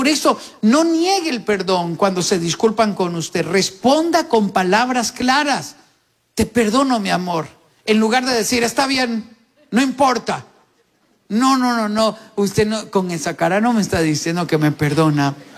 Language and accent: Spanish; Costa Rica; yo a veces pienso como tico